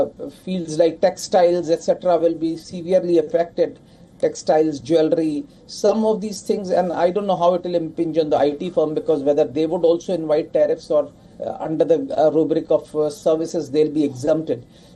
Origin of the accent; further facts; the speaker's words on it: India